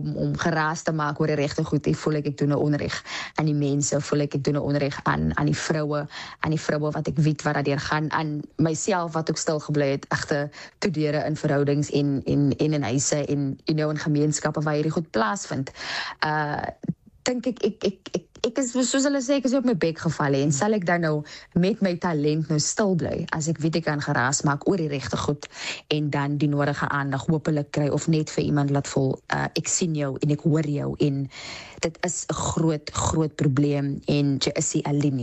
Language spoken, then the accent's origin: Afrikaans; Paarl, Western Cape, South Africa; ek is gebore en getoe in die Perel. Mense is geskok as hulle vra, jou hele lewe lank, sê ek ja, en ek sal nooit uit die Perel uittrek nie.